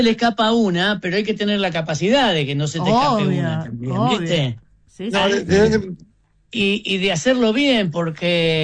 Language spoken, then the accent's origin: Spanish; Rosario, Santa Fe, Argentina; yo estoy lejos de ser gitano, soy rosarino.